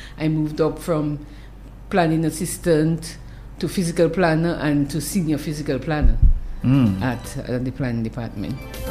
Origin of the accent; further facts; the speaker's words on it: Marigot, Saint Andrew Parish, Dominica; also born or lived in Roseau; I was born in Marigot, raised there, stayed there up to primary school.